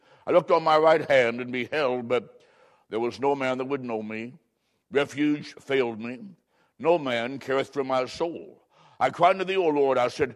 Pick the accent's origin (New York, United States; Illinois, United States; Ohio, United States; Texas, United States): Illinois, United States; Macomb; I was growing up in Macomb, Illinois. I was in grade s